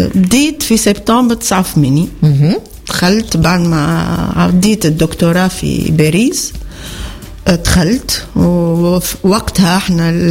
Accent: Tunisia

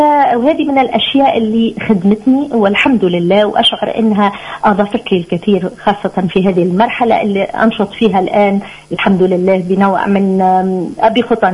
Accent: Libya; now in Tunisia; من ليبيا، ولدت في ليبيا، ترعرعت من عائلة ليبية، الوالدة من تونس،

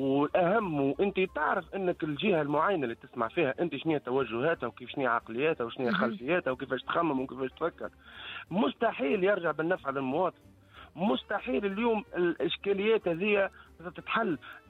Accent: Tunisia; اللي باش نكري من عنده تونسي بلس وانا تونسي موا

